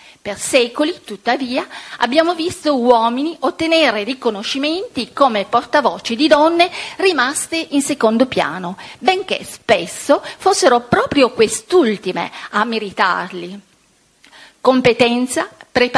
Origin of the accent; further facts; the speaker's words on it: Sardinia, Italy; Vengo dalla Sardegna